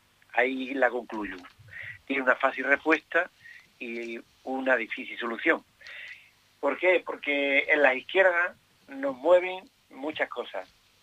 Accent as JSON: {"language": "Spanish", "town": "El Coronil", "region": "Andalusia", "country": "Spain", "tie": "born there", "also_born_or_lived": "El Campillo", "said": "mi pueblo donde nací es Campillo, pero bueno, vivo en el Coronil, ya llevo aquí viviendo pues 60 años."}